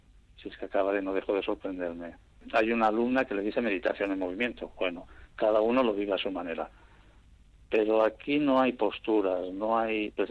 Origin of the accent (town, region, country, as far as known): Bermeo, Basque Country, Spain; also born or lived in Barcelona